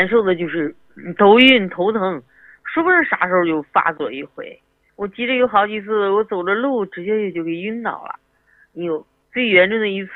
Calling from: Beijing, China

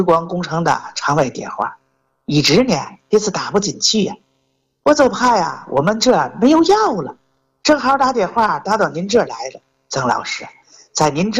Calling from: Tianjin, China; 我是天津的。

